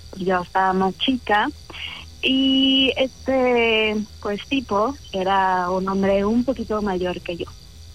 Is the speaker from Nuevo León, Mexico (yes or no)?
no; Mexico City, Mexico; Tengo 27 años, de la Ciudad de México.